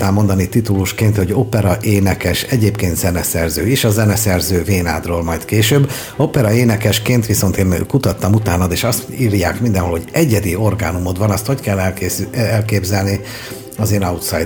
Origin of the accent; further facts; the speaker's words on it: Budapest, Hungary; én a 7. kerületé vagyok, de ahol fölnőttem, amit nagyon szeretek, az a 8. kerület, az ezerszer áldott és átkozott Józsefváros